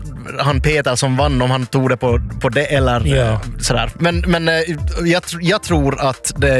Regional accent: Nykarleby, Ostrobothnia, Finland; I min hemort Nykarleby, min hemkommun Nykarleby

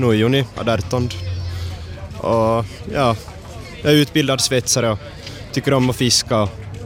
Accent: Vörå, Ostrobothnia, Finland; jag är från Vöro.

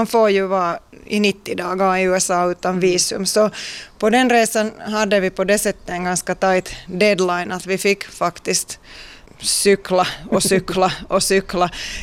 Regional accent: Lahti, Päijät-Häme, Finland; Swedish is a second language; Men ursprungligen har jag inte varit så van vid att röra mig till sjöss. Att jag är ursprungligen hemma från Lahti

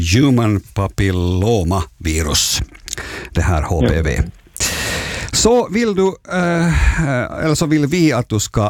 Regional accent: Åland, Finland; som ålänning så undrar jag hur du klarar det här.

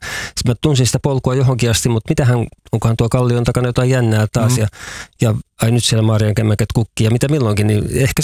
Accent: Vantaa, Uusimaa, Finland; now in Kainuu, Finland; Mä oon siis Vantaalta kotosin, vaikka asun nykyään Kainuussa.

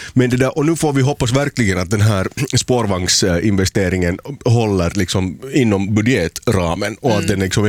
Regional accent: Helsinki, Uusimaa, Finland; now in Turku, Finland; Så att jag kommer ju från en stad som, alltså jag är uppvuxen i Helsingfors

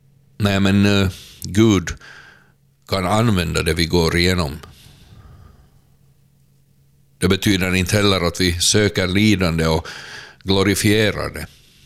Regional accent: Karneby, Sweden; och jag kommer från Karneby.

